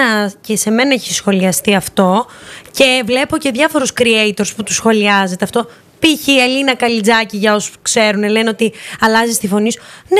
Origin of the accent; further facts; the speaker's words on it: Crete, Greece; accent: Cretan; Δηλαδή, εγώ μιλάω και λίγο κριτικά.